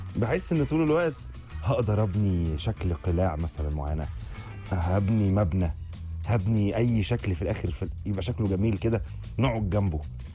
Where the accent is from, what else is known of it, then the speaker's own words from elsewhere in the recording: Alexandria, Alexandria Governorate, Egypt; أنا من اسكندرية, فالبحر بالنسبة لي ليه ذكريات كتيرة.